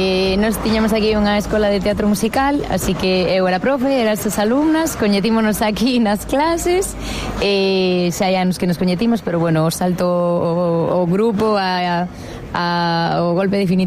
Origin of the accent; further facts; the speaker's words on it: A Coruña, Galicia, Spain; eu como crecín aquí no Ventorrillo, pois, sobre todo na adolescencia, pois as festas do Pilar